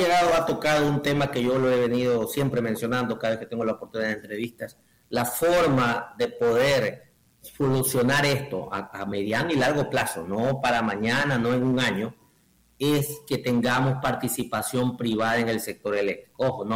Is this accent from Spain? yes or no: no; Ecuador; somos ecuatorianos